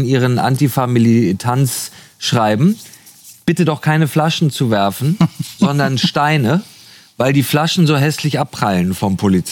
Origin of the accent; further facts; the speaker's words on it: Hamburg, Germany; Möglicherweise, als Hamburger bin ich natürlich geprägt vom G20-Gipfel.